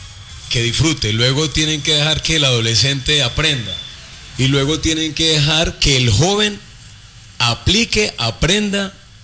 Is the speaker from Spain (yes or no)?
no; Colombia; Como colombiano les digo que me gustaría que ganáramos 2-0.